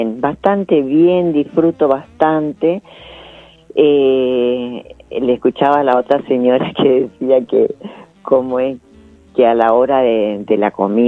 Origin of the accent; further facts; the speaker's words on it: Chaco, Argentina; Del Chaco.